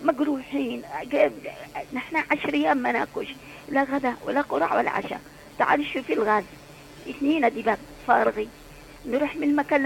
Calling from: Aden, Yemen; لانه مرض وباء عندنا في عدن.

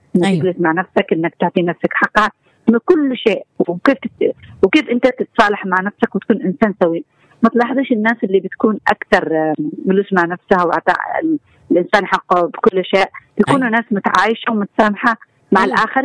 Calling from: Yemen; نحن كمجتمع يمني

